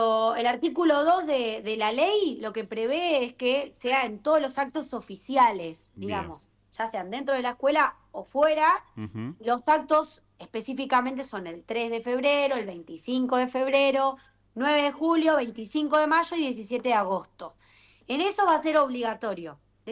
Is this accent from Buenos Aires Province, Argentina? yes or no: no; Venado Tuerto, Santa Fe, Argentina; estamos muy, muy orgullosos como venadenses